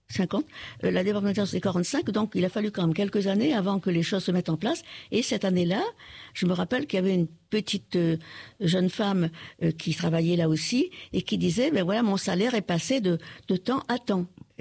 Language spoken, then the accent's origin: French; Réunion; je suis née française et j'aimerais bien mourir française. Voilà. Je suis réunionnaise et je ne le renie pas. Je suis. Voilà, mes ancêtres sont venus d'ailleurs, comme tous les habitants de la Réunion